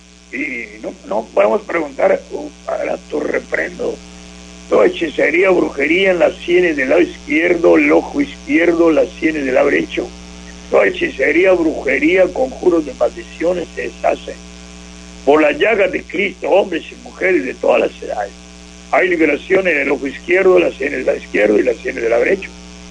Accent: Río Bravo, Coahuila, Mexico; Y yo siempre me recuerdo a mi pueblo natal. Río Bravo, Coahuila.

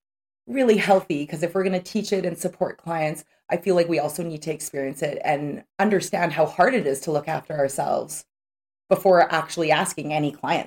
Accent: North Vancouver, British Columbia, Canada; So I grew up in North Vancouver and my childhood was very chaotic.

